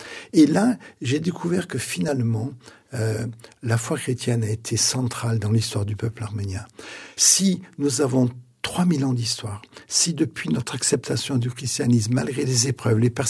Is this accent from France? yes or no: yes; France; first language French; ma double identité culturelle, français d'origine arménienne